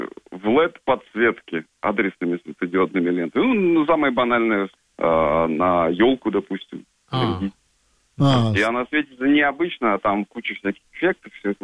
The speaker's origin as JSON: {"language": "Russian", "town": "Cheboksary", "region": "Chuvashia", "country": "Russia", "lives_now": "Moscow, Russia", "said": "Я сам чуваш, Чебоксар."}